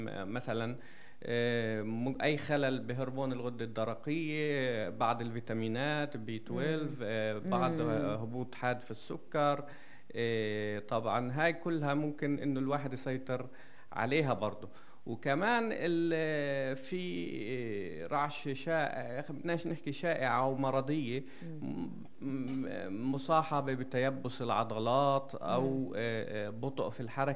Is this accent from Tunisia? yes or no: no; Palestine; في فلسطين أكيد إحنا